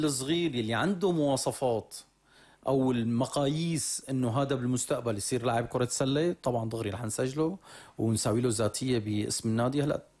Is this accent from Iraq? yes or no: no; Syria